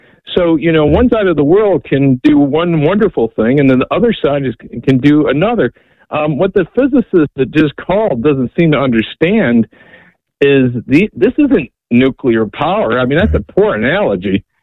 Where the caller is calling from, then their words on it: Port St. Lucie, Florida, United States; Just north of West Palm Beach.